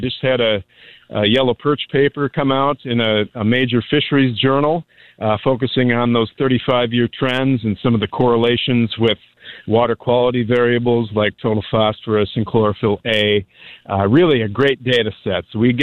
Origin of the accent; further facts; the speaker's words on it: Minneapolis–Saint Paul, Minnesota, United States; now in northwest Iowa, United States; I'm from the Twin Cities in Minnesota